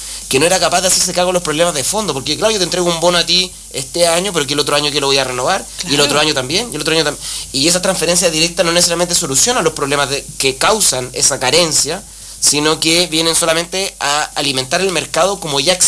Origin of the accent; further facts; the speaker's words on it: Chile; como chilenas y chilenos